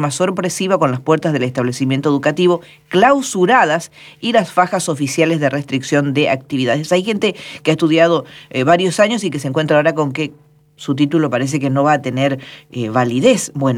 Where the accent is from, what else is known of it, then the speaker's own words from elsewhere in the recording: Corrientes, Argentina; Así somos los correntinos